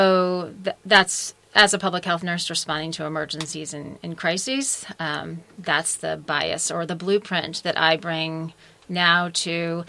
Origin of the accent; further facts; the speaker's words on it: Washington, District of Columbia, United States; now in Vermont, United States; I grew up in Washington, D.C.